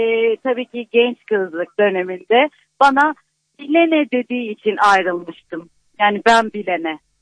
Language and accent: Turkish; Bursa, Turkey; Ben Bursa'nın yerlisiyim.